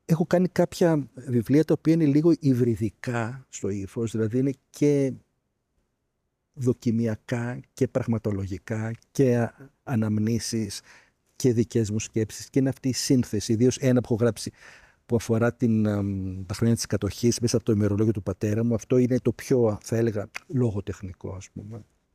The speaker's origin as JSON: {"language": "Greek", "town": "Athens", "region": "Attica", "country": "Greece", "tie": "born or raised there", "said": "Όπως είπα στην αρχή της συνομιλίας μας, μεγάλωσα στην Πατησίων."}